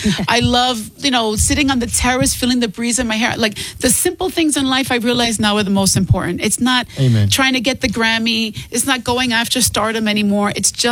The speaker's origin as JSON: {"language": "English", "town": "Bronx", "region": "New York", "country": "United States", "tie": "born or raised there", "said": "I had so much fun growing up in the Bronx."}